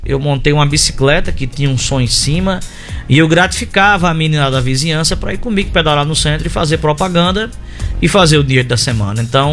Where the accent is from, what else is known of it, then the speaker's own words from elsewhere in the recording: Mossoró, Rio Grande do Norte, Brazil; Sou de Mossoró. Né? Sou de Mossoró, filho da terra. Amo essa cidade.